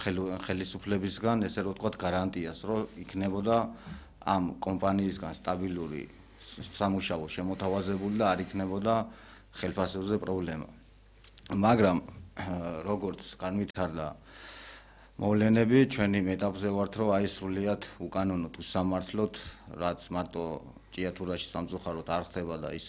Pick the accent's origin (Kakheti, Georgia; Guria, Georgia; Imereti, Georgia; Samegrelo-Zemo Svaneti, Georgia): Imereti, Georgia; ზემოიმერლები ის ხალხი ვართ, რომელსაც ჩვენი კუთხეები გვიყვარს